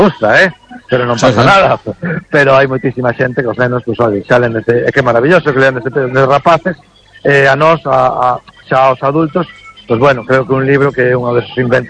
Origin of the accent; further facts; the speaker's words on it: Bañobre, Galicia, Spain; se o digo polo meu pueblo, non, Bañobre, que decir, non somos nin concello, temos unha verbena, non?